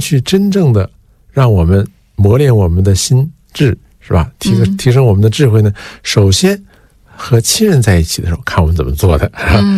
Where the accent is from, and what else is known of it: China